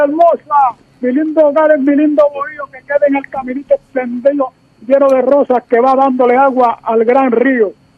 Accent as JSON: {"language": "Spanish", "town": "Carolina", "country": "Puerto Rico", "tie": "born there", "said": "Qué bonito, qué hermoso el pueblo de nosotros. Pero lo que pasa es que ahora es el tuyo porque tú eres joven. Pero cuando era mi pueblo, era tipo español, de casas bonitas, de balcones y adoquines de madera, lindo y precioso que era"}